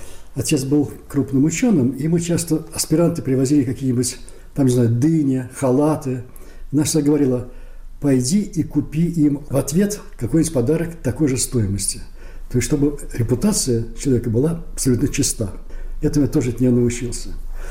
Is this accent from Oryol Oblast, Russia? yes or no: no; Saint Petersburg, Russia; born there; блокаду мы пережили всей семьей в Ленинграде.